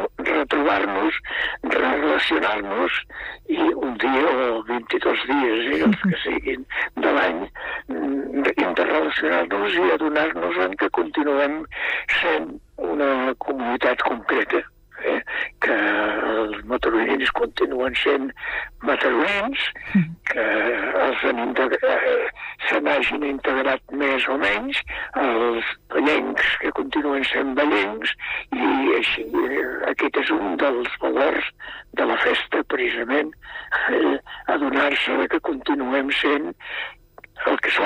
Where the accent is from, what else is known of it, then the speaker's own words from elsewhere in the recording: Catalonia, Spain; jo soc de Noví